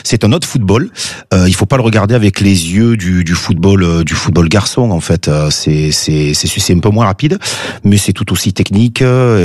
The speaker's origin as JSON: {"language": "French", "town": "Marseille", "region": "Provence-Alpes-Côte d'Azur", "country": "France", "said": "Ben, je suis de Marseille, donc ouais. Marseille, le plus dur à sortir, c'est le ballon, c'est pas l'enfant."}